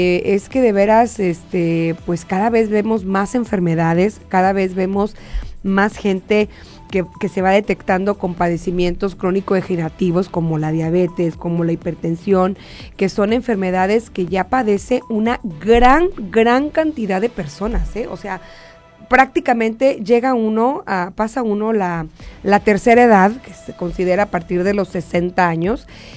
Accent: Mexico; Como mexicanos en todo el año hay que sentirse orgulloso y orgullosa de ser mexicano, de haber nacido en este hermoso país

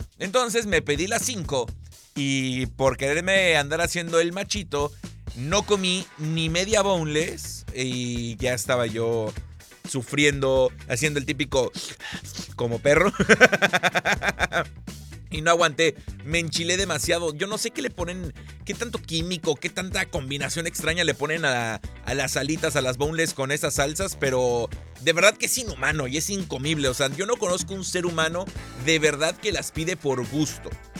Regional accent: Mexico; Como buen mexicano, nos gusta el picante, pero no lo aguantamos.

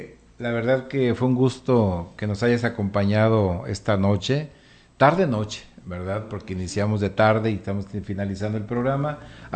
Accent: Mexico; Por ser mexicanos

